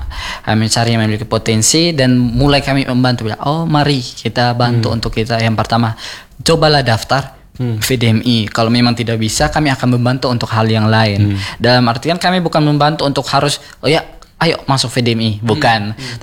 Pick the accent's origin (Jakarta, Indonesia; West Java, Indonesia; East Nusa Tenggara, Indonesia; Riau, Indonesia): East Nusa Tenggara, Indonesia; untuk kami anak NTT